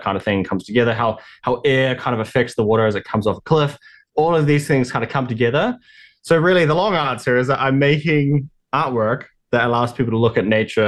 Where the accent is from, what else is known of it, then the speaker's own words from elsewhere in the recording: New Zealand; there's kind of this framework or a backbone of my work and what I do that has entirely come from growing up in New Zealand, my home, where I've had this relationship with nature.